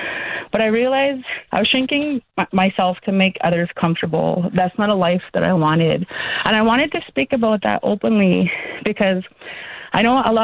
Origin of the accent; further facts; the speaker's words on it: Frog Lake, Alberta, Canada; So how you say Frog Lake in Cree, how we say it out there, is Aiksegegan. I grew up in Frog Lake.